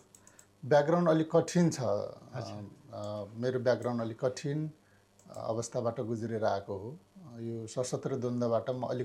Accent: Jajarkot, Karnali Province, Nepal; born there; now in Nepalgunj, Nepal; म खास गरी जाजरकोट मेरो जन्मस्थान हो।

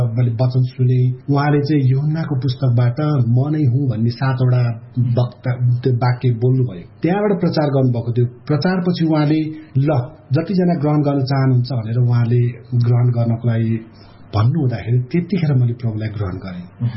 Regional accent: Bhaktapur, Bagmati, Nepal; born there; मेरो जन्म भक्तपुरमै भयो।

